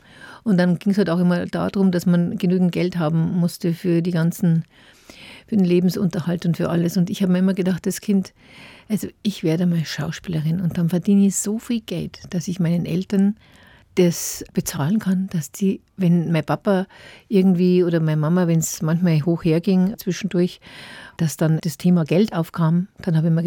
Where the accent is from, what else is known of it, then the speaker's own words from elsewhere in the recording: Munich, Bavaria, Germany; Also es war so, ich war, bis ich 10 Jahre alt habe, sind wir in Schwabing aufgewachsen. Und dann sind wir Gott sei Dank nach Moosach gezogen, ans Ende der Welt.